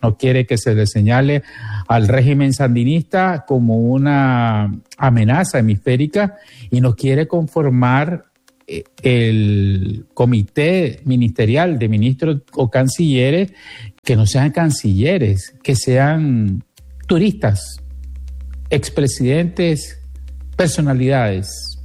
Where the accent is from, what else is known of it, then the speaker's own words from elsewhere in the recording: Nicaragua; a nosotros como nicaragüenses